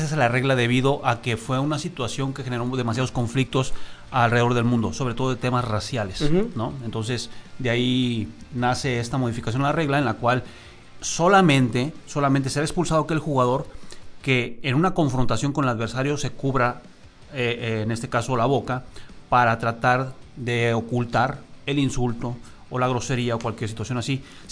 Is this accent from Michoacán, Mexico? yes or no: no; Tecate, Baja California, Mexico; also born or lived in Mexico City; en la ciudad que yo crezco, donde yo me desarrollo, porque soy nacido en la Ciudad de México, pero crezco en la ciudad de Tecate, California